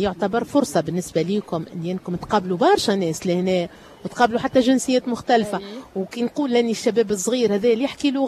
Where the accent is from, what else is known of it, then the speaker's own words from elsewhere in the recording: Tunisia; ما شكون منا كتونسي